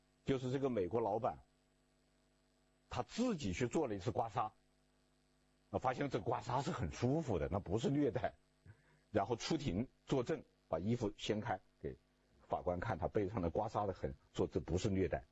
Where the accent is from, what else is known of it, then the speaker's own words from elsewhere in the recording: China; 我们中国人，或者说华人